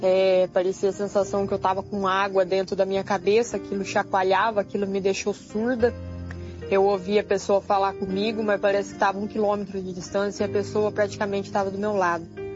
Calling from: Estiva Gerbi, São Paulo, Brazil; sou aqui de Estivagerbe

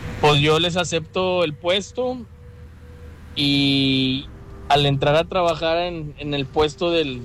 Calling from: Guadalupe, Nuevo León, Mexico; Yo soy del municipio de Guadalupe, Nuevo León.

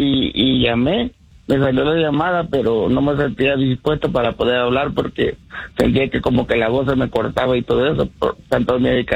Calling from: United States; Aquí de Washington

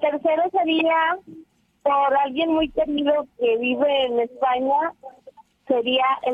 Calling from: Monterrey, Nuevo León, Mexico; amo a mi país, a mi tierra, a Monterrey, Nuevo León y México

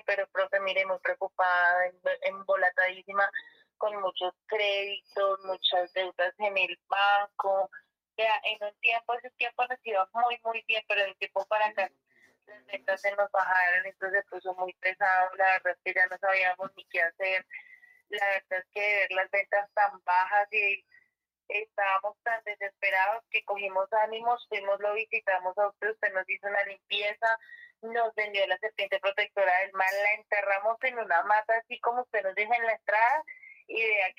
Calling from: Bogotá, Colombia; estoy llamando acá desde el barrio Carvajal

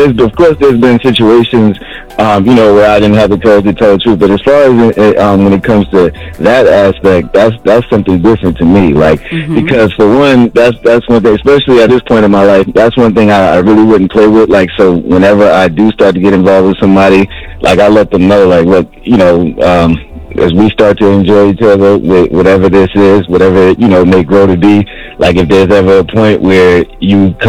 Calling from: Hempstead, New York, United States; I'm calling from Hempstead.

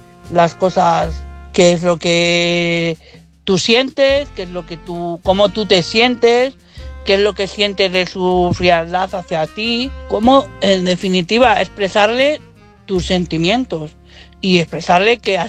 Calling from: Madrid, Community of Madrid, Spain; de Madrid.

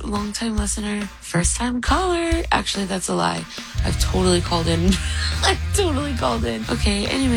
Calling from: San Diego, California, United States

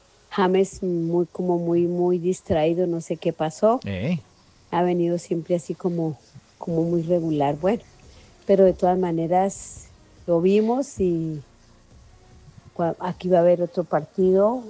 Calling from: Soacha, Cundinamarca, Colombia; Desde acá les hablo desde Soacha, San Mateo.

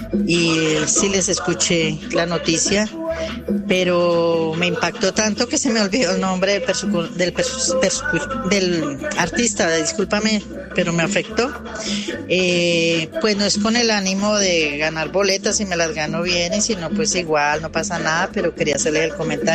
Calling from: Bogotá, Colombia; yo me considero bogotana. Mi esposo era cachaco, mis hijos son cachacos

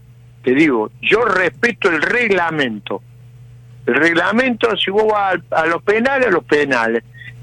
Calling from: Argentina; cómo somos los argentinos.

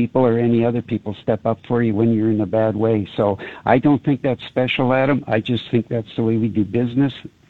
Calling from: Canada

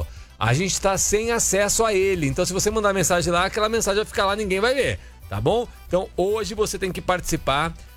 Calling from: São José do Rio Preto, São Paulo, Brazil; Bom dia, Nativa … é isso? Sou de São José do Rio Preto, trabalho no CEASA.

